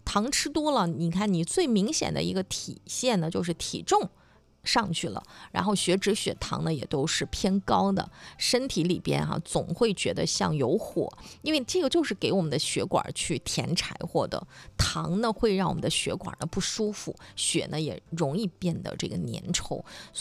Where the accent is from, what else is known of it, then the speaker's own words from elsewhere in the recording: Dalian, Liaoning, China; 你像我们大连都比较我们大连人都很喜欢吃那个黄桃罐头哈，